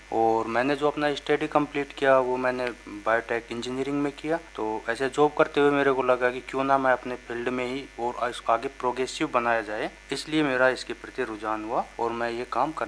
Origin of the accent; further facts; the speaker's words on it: Alwar district, Rajasthan, India; मैं एक अलवर डिस्ट्रिक्ट के छोटे से गांव सिरोड़ खुर्द से रहने वाला हूं जो मुंडावर तहसील में पड़ता है।